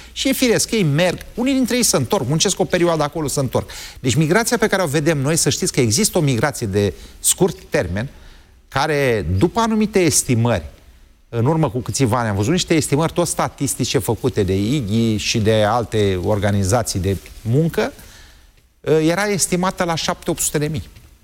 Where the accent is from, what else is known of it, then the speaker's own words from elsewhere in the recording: Slobozia, Ialomița County, Romania; Bine, dar eu sunt din Slobozia și n-am 3 ani